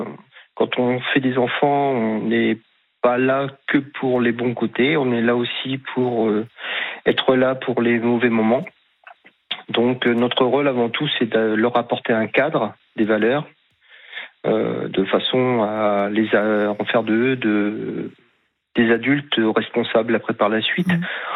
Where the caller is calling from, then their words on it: Cherbourg, Normandy, France; Alors, je suis de Normandie, exactement à Cherbourg.